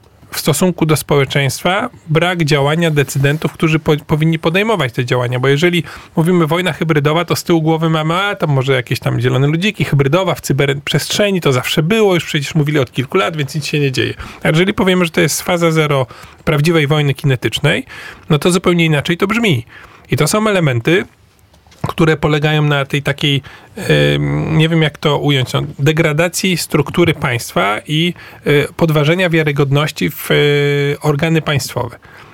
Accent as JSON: {"language": "Polish", "town": "Orneta", "region": "Warmian-Masurian Voivodeship", "country": "Poland", "said": "ja pochodzę z Ornety"}